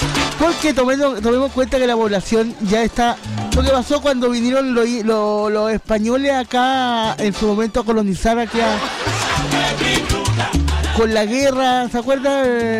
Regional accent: Chile; la realidad que estamos viviendo ahora como chilenos

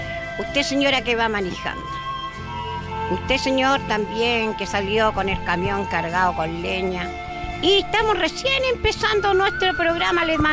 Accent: Chile; Como yo soy chilena, me gusta el vino tinto.

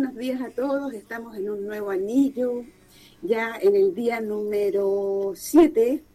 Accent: San Pedro de la Paz, Biobío, Chile; yo soy de San Pedro de la Paz, tengo dos hijos, ingeniero de profesión

